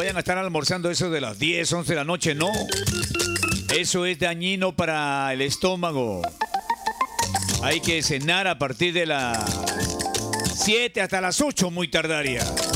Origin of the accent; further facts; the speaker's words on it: Peru; Todos nos llamamos Perú, mi hermano, somos peruanos.